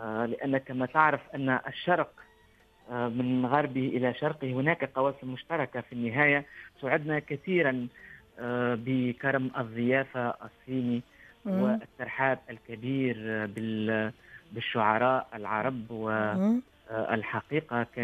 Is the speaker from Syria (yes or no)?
no; Tunisia; في الحقيقة نحن من تونس